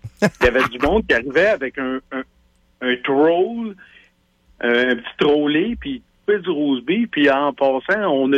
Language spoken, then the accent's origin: French; Drummondville, Quebec, Canada; Puis je viens de Drummondville, OK?